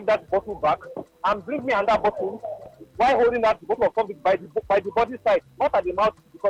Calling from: Ijebu, Ogun, Nigeria; I'm calling from Ijebu.

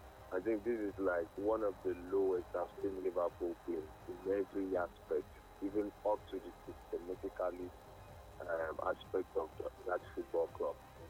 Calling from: Lagos, Nigeria; calling from Lagos.

